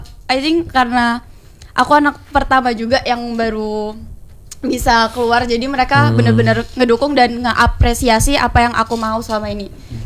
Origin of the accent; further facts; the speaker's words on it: Jember, East Java, Indonesia; kebetulan saya asli Indonesia nih, Jember. Asli Jember banget.